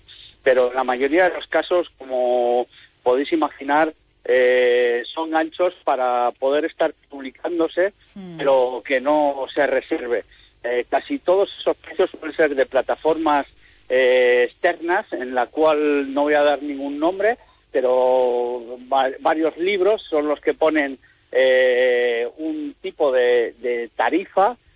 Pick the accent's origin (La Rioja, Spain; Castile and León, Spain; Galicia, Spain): La Rioja, Spain; Somos una comunidad tan pequeñita que da lo mismo estar en Ezcaray que está en Arnedillo